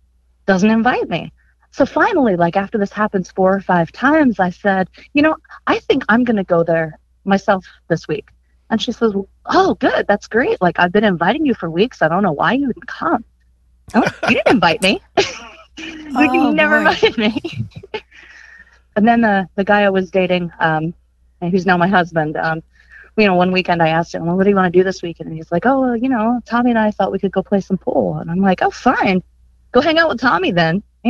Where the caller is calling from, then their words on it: Norfolk, Virginia, United States; Hi, this is … I'm calling from Norfolk, Virginia Beach.